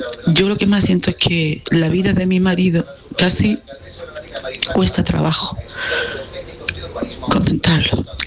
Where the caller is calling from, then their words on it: Granada, Andalusia, Spain; Hola, y bien. Soy de Granada. Pues he de decir que a mis 63 años